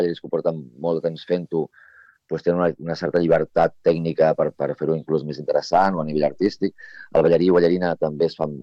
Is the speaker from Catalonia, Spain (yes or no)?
yes; Esparreguera, Catalonia, Spain; hi havia gent del meu poble d'Esparreguera